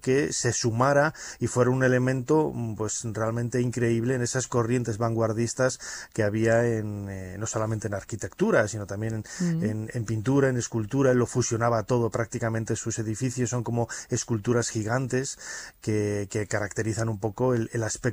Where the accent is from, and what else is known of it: León, Castile and León, Spain; born there; also born or lived in Valladolid; now in Madrid, Spain